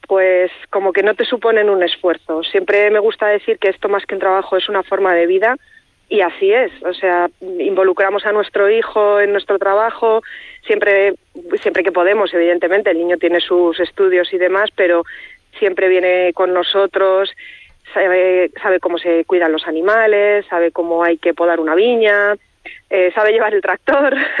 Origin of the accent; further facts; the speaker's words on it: Madrid, Community of Madrid, Spain; born there; moved away as an adult; Yo, por desgracia, nací en Madrid y a los 22 años ya dije que hasta aquí habíamos llegado. Me vine al pueblo de mis padres, yo no quería saber nada de una gran ciudad.